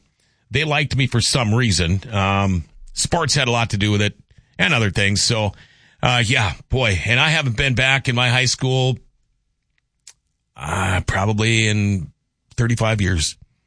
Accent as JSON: {"language": "English", "town": "Crookston", "region": "Minnesota", "country": "United States", "tie": "born or raised there", "also_born_or_lived": "Thief River Falls, Minnesota", "said": "growing up in Crookston, Thief River Falls"}